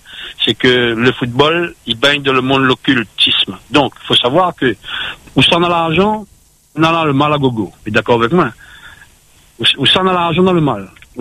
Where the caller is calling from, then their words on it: Saint-Pierre, Réunion; moi, je viens un peu de Saint-Pierre à l'époque, hein.